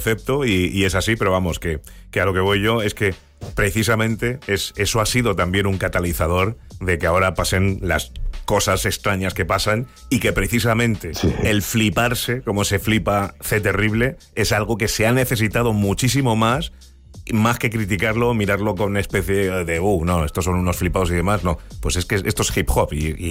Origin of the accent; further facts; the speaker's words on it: Argentina; sabiendo que yo soy una persona argentina y que realmente lo que estoy es participando de esto, pero con las limitaciones, evidentemente, de mi origen.